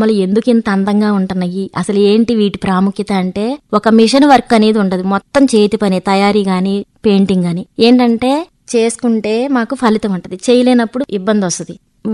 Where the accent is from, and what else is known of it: Kondapalli, Andhra Pradesh, India; born there